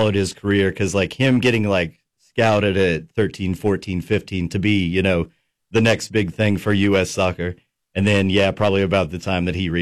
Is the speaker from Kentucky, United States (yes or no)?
yes; Kentucky, United States; I'm also from Eastern Kentucky where not a lot really going on soccer-wise